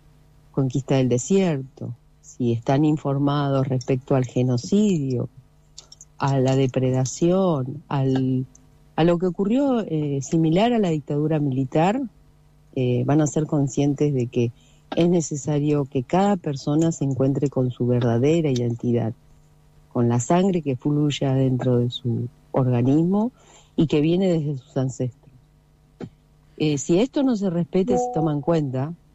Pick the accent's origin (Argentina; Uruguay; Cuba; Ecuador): Argentina; Porque también somos ciudadanos argentinos.